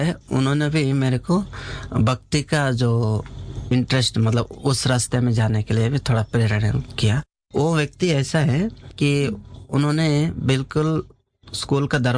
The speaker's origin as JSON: {"language": "Hindi", "region": "Karnataka", "country": "India", "tie": "born or raised there", "said": "वो एक मेरा गांव जो है चारों तरफ जो है किला बनाया, मतलब पोर्ट है, जो श्री कृष्ण देवराय करके वहां पर हमारा कर्नाटक फेमस मतलब राजा था, उनके नेतृत्व में बनाया था हमारा गांव का किला."}